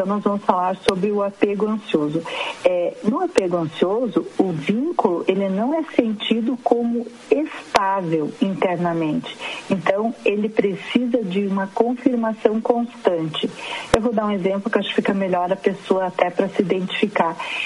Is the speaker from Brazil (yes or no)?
yes; Alegria, Rio Grande do Sul, Brazil; Eu sou de Alegria e ela é de São Martinho.